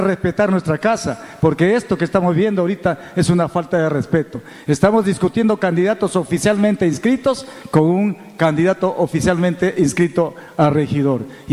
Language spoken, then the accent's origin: Spanish; Lamas, San Martín, Peru; born there; he nacido en esta tierra, soy de Lamas